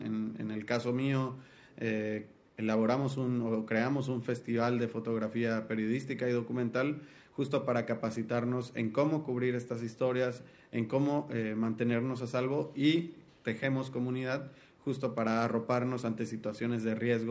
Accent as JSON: {"language": "Spanish", "region": "Veracruz", "country": "Mexico", "said": "En el caso de Veracruz, de donde yo soy, solo el 31% de los casos tiene culpables en la cárcel."}